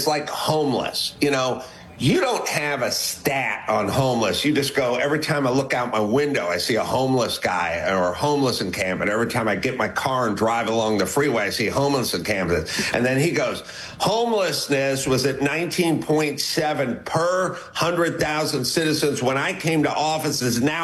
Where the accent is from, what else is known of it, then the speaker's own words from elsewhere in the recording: California, United States; I'm not a person that, you know, grew up in New Jersey and came out here to pursue comedy. I grew up in Southern California.